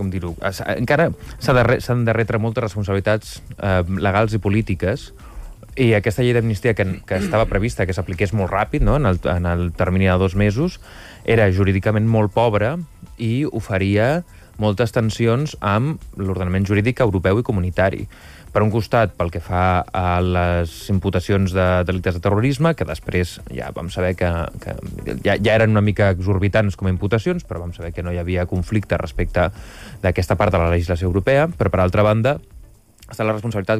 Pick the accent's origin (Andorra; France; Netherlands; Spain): Spain; Catalonia; això és d'agrair com a català